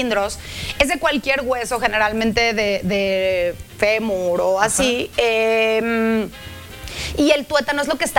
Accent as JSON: {"language": "Spanish", "country": "Mexico"}